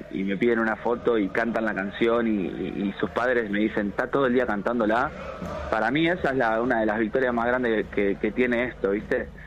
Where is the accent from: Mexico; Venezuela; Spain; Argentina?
Argentina; Munro, Buenos Aires Province; moved away as an adult; now in Buenos Aires, Argentina; Ahora estoy viviendo en Villa Urquiza, pero fui toda la vida de Munro, de Vicente López, toda mi vida estuvo ahí.